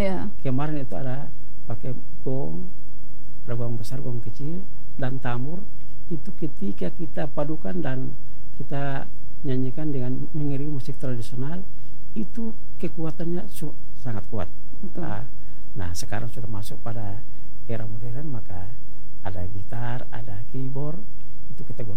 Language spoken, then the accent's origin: Indonesian; East Nusa Tenggara, Indonesia; first language Abui; Indonesian is a second language; kebetulan saya penutur asli bahasa Abui.